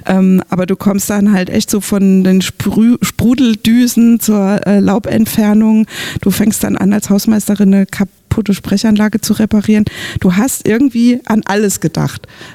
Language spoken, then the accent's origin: German; Rhineland-Palatinate, Germany; Du weißt es ja vielleicht nicht, aber da, wo ich herkomme, wird gerade ein großes Thermalbad umgebaut und es ist in der Pfalz